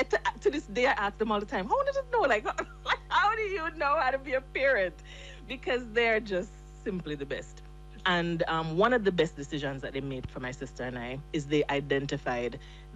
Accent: Jamaica; he was a police officer in the Jamaica Constabulary Force while we grew up in Jamaica.

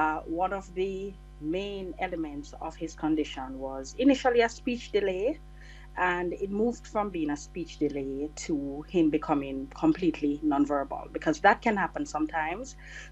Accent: Jamaica; now in United States; I am a Jamaican who is a member of the Jamaican diaspora living in the United States.

